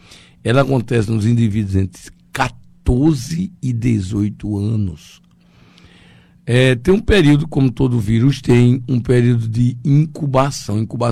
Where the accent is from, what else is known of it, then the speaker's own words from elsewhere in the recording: Campina Grande, Paraíba, Brazil; daqui de Campina Grande, a minha cidade natal.